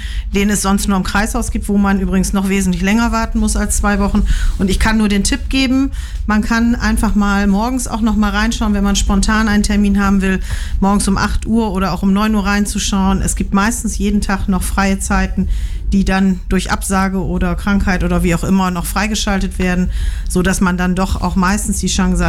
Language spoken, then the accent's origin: German; Melle, Lower Saxony, Germany; ich bin 43 Jahre alt und bin seit 5 Jahren amtierende Bürgermeisterin meiner Heimatstadt Melle